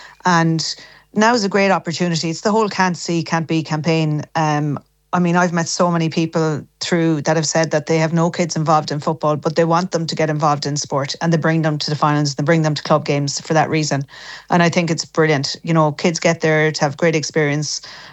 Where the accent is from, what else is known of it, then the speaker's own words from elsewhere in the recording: Ballina, Connacht, Ireland; I'm registered to Kilmore Moy as well, because I'm from Ballina, obviously.